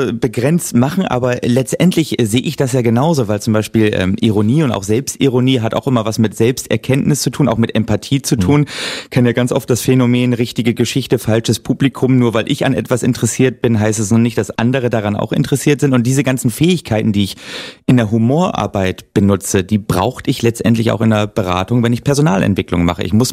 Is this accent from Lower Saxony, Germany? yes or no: yes; Oldenburg, Lower Saxony, Germany; Ich komme aus Oldenburg, Niedersachsen.